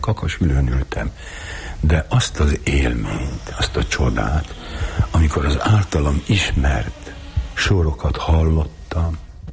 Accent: Hungary; Hát ott nőttem föl. Az ottani kubik gödrökben.

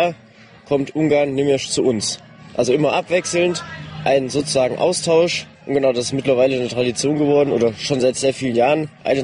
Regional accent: Rasdorf, Hesse, Germany; komme ebenfalls aus Rasdorf.

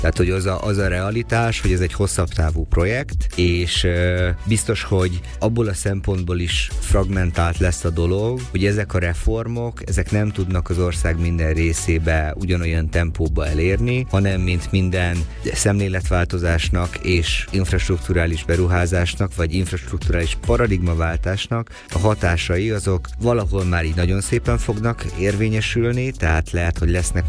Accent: Szeged, Csongrád-Csanád, Hungary; Szegediként Tisza forrásához eljutni nyilván egy óriási dolog

